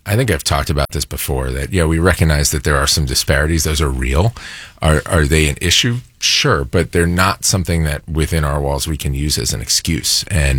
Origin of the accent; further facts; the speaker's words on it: Philadelphia, Pennsylvania, United States; Growing up in Philly, other than 93, like, most of my childhood, they were bad.